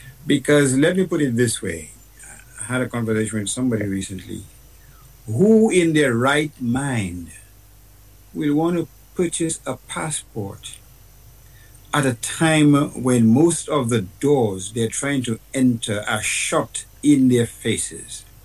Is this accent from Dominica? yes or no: yes; Portsmouth, Saint John, Dominica; I mean, when I grew up in Portsmouth, when someone was really sick, the word would go around town that he or she is on life water.